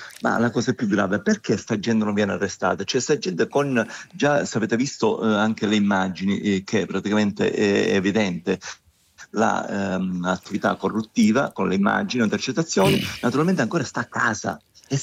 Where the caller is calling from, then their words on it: Petralia Sottana, Sicily, Italy; dalla provincia di Palermo, Petralia Sottana.